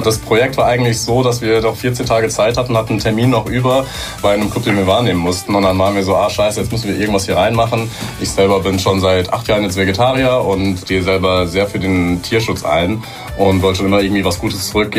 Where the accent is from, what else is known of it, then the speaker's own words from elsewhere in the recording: Mainz, Rhineland-Palatinate, Germany; Back to the Roots mäßig, so, wo ich herkomme. Da es bis jetzt noch keine Veranstaltung von uns in Mainz gab, wo ich halt auch ursprünglich auch groß geworden bin.